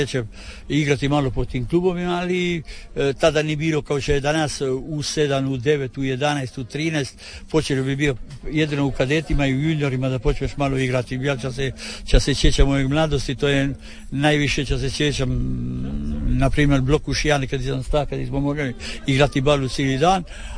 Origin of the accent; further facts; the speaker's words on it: Pula, Istria County, Croatia; born there; Tako je, rođen sam u Puli